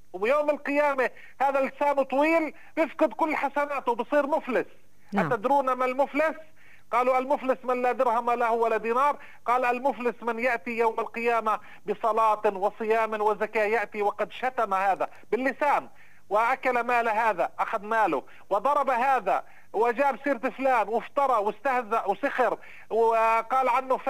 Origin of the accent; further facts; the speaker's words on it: Nablus, West Bank, Palestine; accent: Nablus colloquial dialect; إحنا في نابلس بنقول الحمو أو الحما